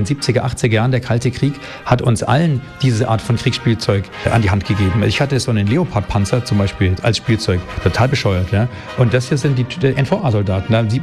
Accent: Nuremberg, Bavaria, Germany; Ich komme aus Nürnberg, da gab es in meiner Zeit, als ich Teenager war, einen Polizeieinsatz der bayerischen Polizei

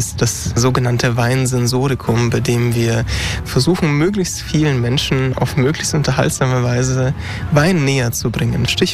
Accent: Volkach, Bavaria, Germany; Und bei uns in Volkach an der Mainschleife und dieser Region, so im Umkreis von Kitzingen, 10, 15 Kilometer, ist natürlich auch die Region, die sämtliche Hitzerekorde in Deutschland aufstellt.

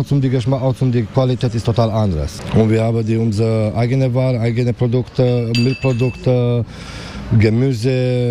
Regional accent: Romania; now in Hamburg, Germany; Ich komme aus Rumänien.

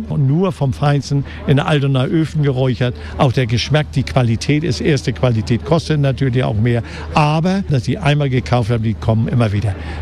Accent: Hamburg, Germany; Mich kennen sie und ich kenne sie, weil ich bin Hamburger durch und durch.

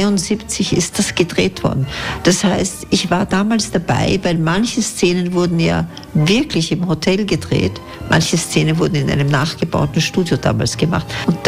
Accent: Vienna, Austria; ich bin Wienerin, ich war in der Schule in Wien, ich habe studiert in Wien, da kenne ich wahnsinnig viele Leute.

